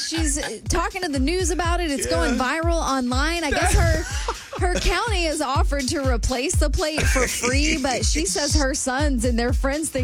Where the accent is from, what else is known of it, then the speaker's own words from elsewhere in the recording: Texas, United States; I was born and raised in Texas.